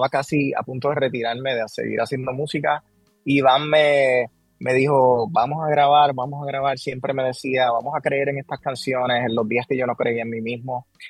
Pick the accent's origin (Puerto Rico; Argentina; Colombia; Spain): Puerto Rico; Guayama; moved away as an adult; now in Los Angeles, United States; mi pueblo, Guayama, es conocido como la ciudad bruja en Puerto Rico.